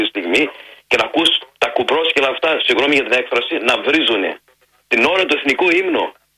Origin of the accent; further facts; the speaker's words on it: Australia; moved away; εγώ μεγάλωσα στην Αυστραλία και όταν άκουγα το εθνικό ύμνο της Ελλάδος, έκλαιγα. Έκλαιγα που μεγάλωσα στην Αυστραλία